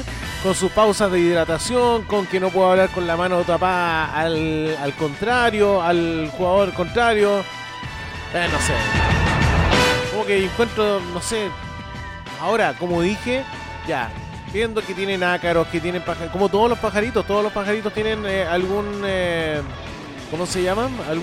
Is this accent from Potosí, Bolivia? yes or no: yes; Potosí, Bolivia; born there; also born or lived in Peru; yo nací en Potosí, pero nací en Potosí, Bolivia. Y ahí me pasé, me fugué a Perú, pues.